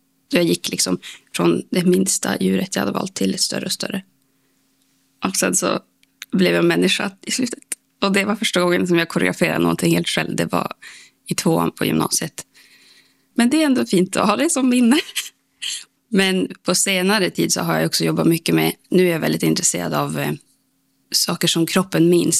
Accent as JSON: {"language": "Swedish", "town": "Skellefteå", "region": "Västerbotten County", "country": "Sweden", "tie": "born or raised there", "moved": "as an adult", "lives_now": "Umeå, Sweden", "said": "när jag växte upp i Skellefteå så tyckte jag att det var en väldigt liten stad. Och det var väldigt mycket så här, det kändes typ stundvis väldigt instängt. Och så här, alla känner alla"}